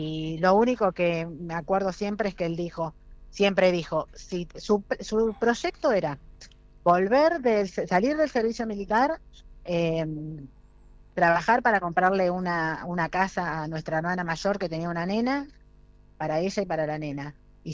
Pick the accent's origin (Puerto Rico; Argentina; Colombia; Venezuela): Argentina; no soy una argentina más, soy una argentina que lleva el apellido de un héroe de Malvinas